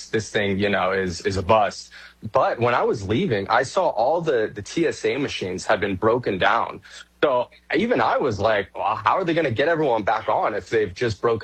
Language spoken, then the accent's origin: English; West Coast, United States; moved away; I'm from the West Coast.